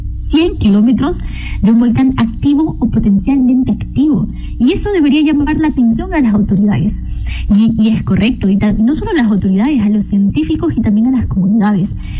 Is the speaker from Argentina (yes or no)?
no; Ecuador; las acciones que hemos tomado como ecuatorianos y también como autoridades